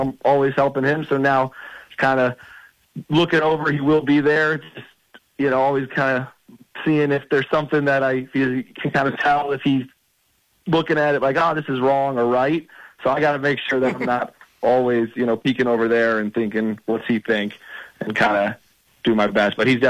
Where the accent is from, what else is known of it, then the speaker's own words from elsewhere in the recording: Washington, District of Columbia, United States; No, I went to Boston College. I'm actually from Washington, D.C.